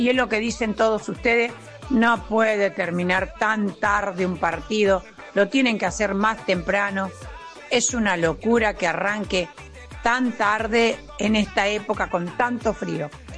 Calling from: Pergamino, Buenos Aires Province, Argentina; de la ciudad de Pergamino.

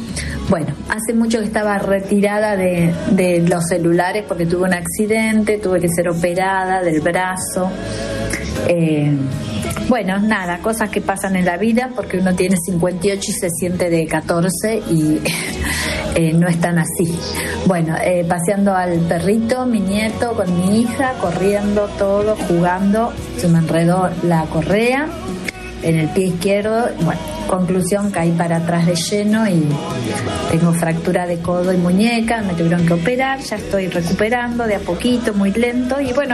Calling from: La Plata, Buenos Aires Province, Argentina; de La Plata.

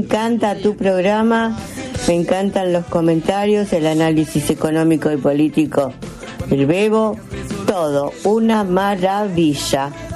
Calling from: Morón, Buenos Aires Province, Argentina; soy de Morón.

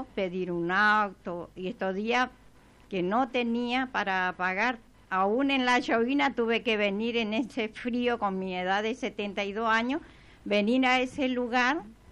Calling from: Resistencia, Chaco, Argentina; con la edad de 72 años me cruzo la ciudad de Resistencia de punta en punta

